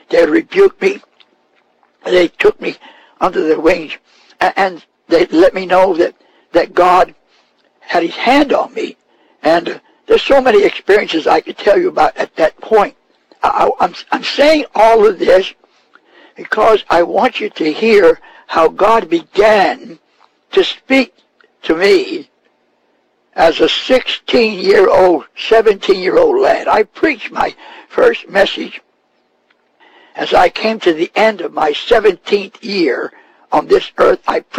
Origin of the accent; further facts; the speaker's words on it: Bethlehem, Pennsylvania, United States; I was back in my home where I was born and raised on Fire Lane in Bethlehem, Pennsylvania. That's where I lived. I was born there. And that's where I was living at that time in my mother and father's home where I was raised at.